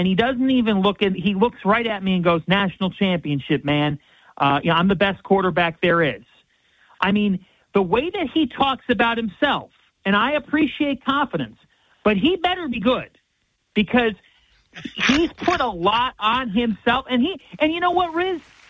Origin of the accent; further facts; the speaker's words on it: Cleveland, Ohio, United States; People know I'm from Cleveland